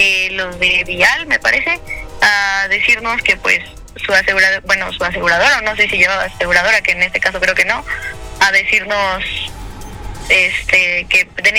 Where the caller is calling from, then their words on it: Mexico City, Mexico; de hecho soy de ahí, de San Antonio Abad, justamente